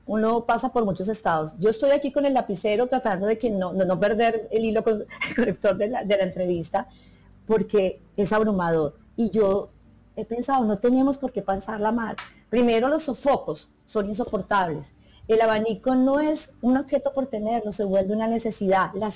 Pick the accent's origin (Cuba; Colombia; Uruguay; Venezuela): Colombia; Los Llanos; soy llanera, vivo en tierra caliente